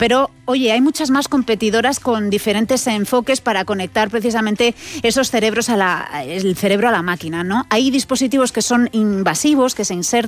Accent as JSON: {"language": "Spanish", "region": "Region of Murcia", "country": "Spain", "said": "Es que el majo murciano, entonces graciosico, somos graciosicos."}